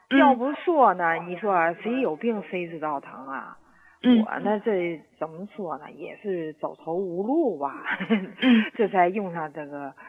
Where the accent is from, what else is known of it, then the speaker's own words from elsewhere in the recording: Tianjin, China; 我是天津的，今年69岁，林老师。